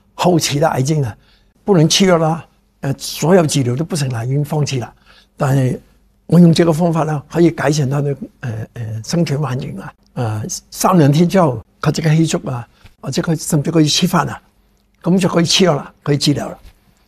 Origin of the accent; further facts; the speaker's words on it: Hong Kong; 各位观众你好，我来自香港的